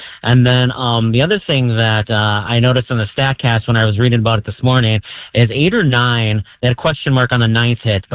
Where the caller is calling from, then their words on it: Milwaukee, Wisconsin, United States; you know, I'm from Milwaukee.